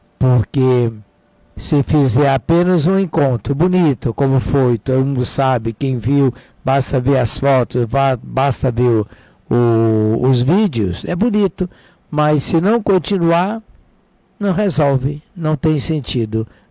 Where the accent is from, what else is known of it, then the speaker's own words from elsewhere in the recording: Brazil; nós somos brasileiros